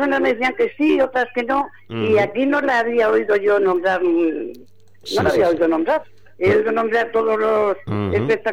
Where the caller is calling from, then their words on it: Alcantarilla, Region of Murcia, Spain; yo vivo en Alcantarilla